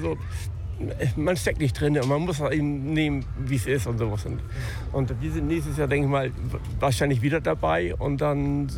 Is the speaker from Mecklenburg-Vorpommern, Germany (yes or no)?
no; Silberstedt, Schleswig-Holstein, Germany; ich komme aus Silberstedt